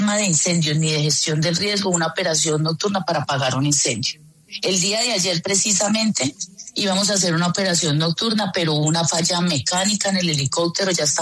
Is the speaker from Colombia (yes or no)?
yes; Colombia